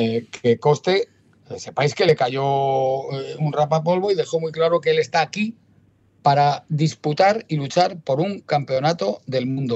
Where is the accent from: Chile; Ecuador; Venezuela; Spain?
Spain; Basque Country; Soy vasco y no me rajo.